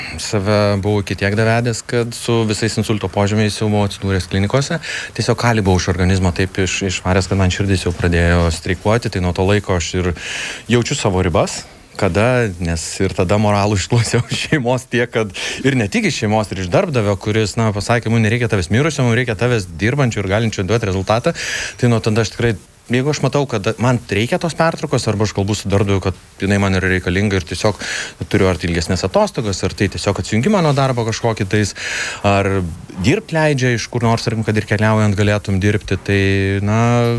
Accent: Kaunas, Kaunas County, Lithuania; Aš kaunietis šiaip, bet stengiuos bent porą kartų per savaitę dviračių kažkur išvažiuoti dėl sveikatos.

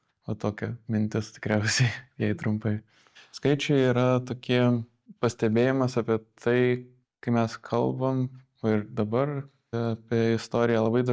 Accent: Kaunas, Kaunas County, Lithuania; Aš esu iš Kauno, esu baigęs Vilniaus dailės akademiją Kauno fakultetą, bakalauro ir magistro studijas.

